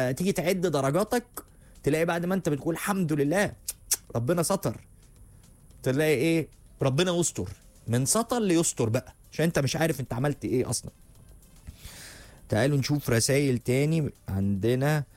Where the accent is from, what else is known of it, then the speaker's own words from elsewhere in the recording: Alexandria, Alexandria Governorate, Egypt; من اسكندرية